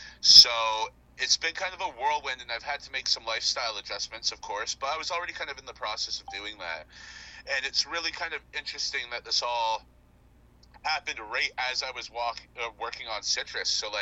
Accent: Toronto, Ontario, Canada; I'm from Scarborough. I'm born and raised here, still live here.

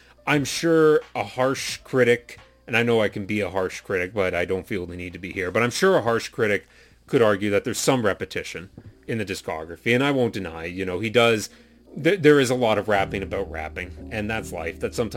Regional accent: Canada; as a Canadian white boy

